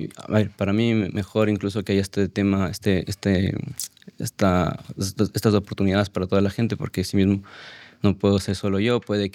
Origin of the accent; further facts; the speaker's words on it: Quito, Pichincha, Ecuador; yo es como soy de Quito, Ecuador, allá hay mucha gente que decía